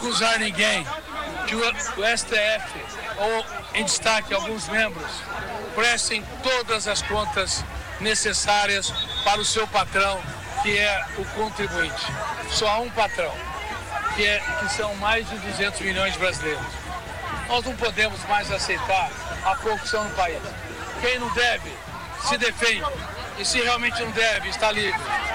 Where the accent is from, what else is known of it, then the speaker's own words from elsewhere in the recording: Brazil; Eu não estou fazendo um juízo de valor, mas eu digo uma coisa, como brasileiro, como médico, como empresário, como trabalhador.